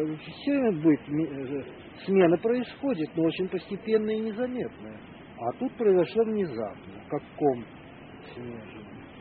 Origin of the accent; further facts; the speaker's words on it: Moscow, Russia; я старый москвич